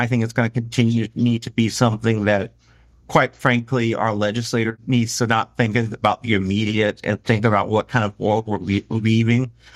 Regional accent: South Carolina, United States

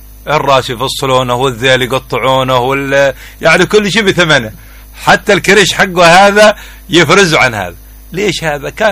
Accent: Mukalla, Hadhramaut, Yemen; نحن نتكلم باللهجة الدارجة عندنا في المكلة

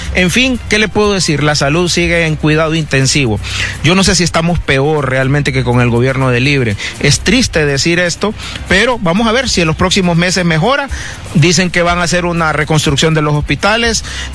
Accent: Honduras; cuando somos los hondureños los que no nos vamos a vacunar

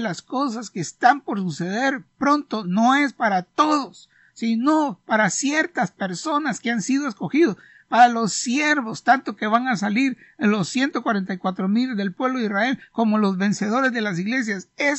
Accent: Honduras; Así que siervo aquí, como dicen en algunas partes, yo soy de Honduras

